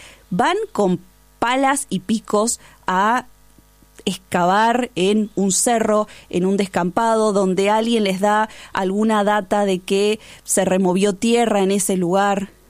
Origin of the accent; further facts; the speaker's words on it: Argentina; Como argentinos es imposible que no nos interpele el dolor de estas madres.